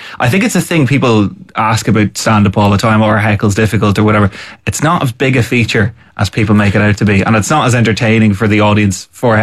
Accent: Navan, Leinster, Ireland; also born or lived in Portstewart; And I'm from Navan as well, which breeds comedians.

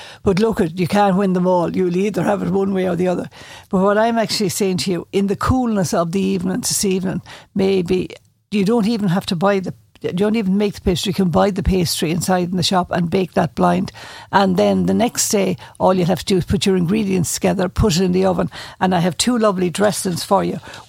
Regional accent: Arthurstown, County Wexford, Ireland; You see, I am below from Arthurstown, technically. I'm just off the ferry, Ballyhack, and then over the road I'm there.

